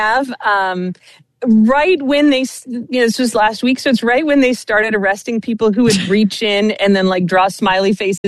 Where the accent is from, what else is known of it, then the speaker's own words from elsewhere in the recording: Illinois, United States; I used to go to like the Crystal Lake Carnival when I was growing up in Illinois.